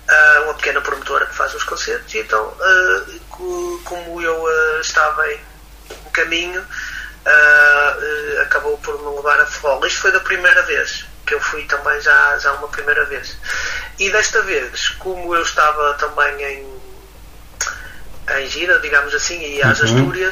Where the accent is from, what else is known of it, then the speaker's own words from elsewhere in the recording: Barcelos, Braga, Portugal; Sobretudo no norte de Portugal há essa sensibilidade. Eu sou de Barcelos, Braga.